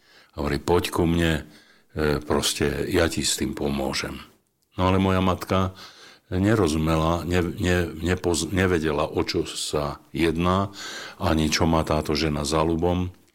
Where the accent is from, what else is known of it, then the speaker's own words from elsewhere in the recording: Nesvady, Nitra Region, Slovakia; z roľníckej rodiny, poľnohospodárskej. Pochádzam z Nesvad, okresu Komárno, niektorí tomu hovoria Dolňaky.